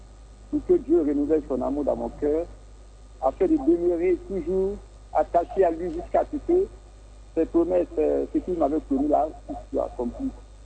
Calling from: Memni, Côte d’Ivoire; J'appelle de Memni.

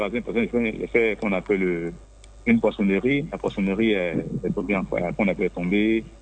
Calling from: Bingerville, Abidjan, Côte d’Ivoire; Je suis à Benjerville.

